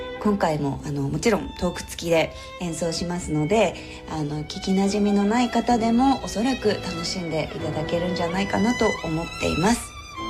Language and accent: Japanese; Oita, Japan; 私は大分出身なので、もう北と南で全然場所が違うんですが